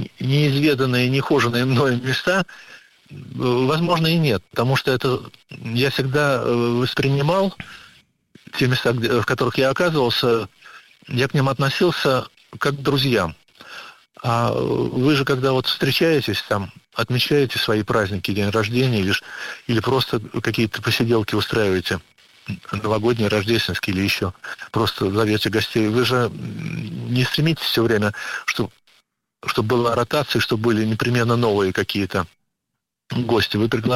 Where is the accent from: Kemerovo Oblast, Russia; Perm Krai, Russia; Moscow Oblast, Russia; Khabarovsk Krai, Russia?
Moscow Oblast, Russia; born there; also born or lived in Russian Far East; хотя я в Москве прожил 60 лет уже, вот, но тем не менее, скорее всего, я все-таки подмосковный мальчик такой, поскольку моя... Вторая и историческая такая родина – это подмосковный Звенигород, неподалеку от которого я сейчас живу, в деревне.